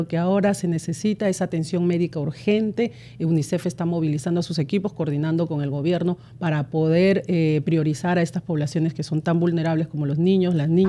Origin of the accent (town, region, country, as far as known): Peru